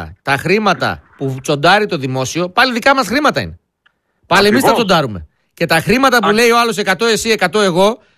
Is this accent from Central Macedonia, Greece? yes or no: yes; Thessaloniki, Central Macedonia, Greece; Εγώ θα σου μεταφέρω κάτι ως Θεσσαλονικιός.